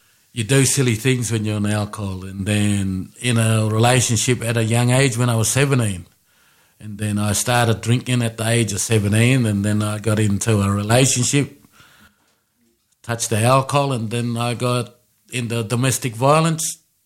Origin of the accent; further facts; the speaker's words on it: Brewarrina, New South Wales, Australia; I'm from Brewarrina. My tribe is Murawari.